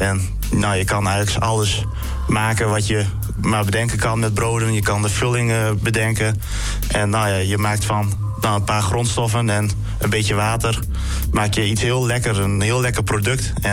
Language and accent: Dutch; Ameland, Friesland, Netherlands; Ik kom van Ameland.